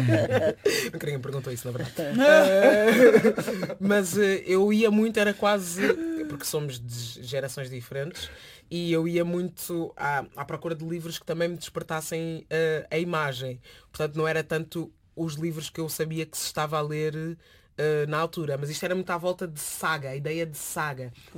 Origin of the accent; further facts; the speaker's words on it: Lisbon, Portugal; Principalmente sendo lisboeta, e isto não acontecia.